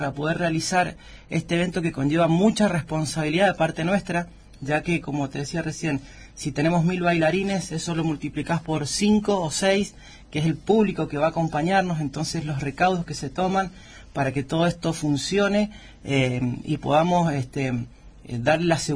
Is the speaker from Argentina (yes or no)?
yes; Argentina; Sí, justamente para nosotros es un orgullo, como argentinos, poder portar nuestra escarapela, nuestros colores patrios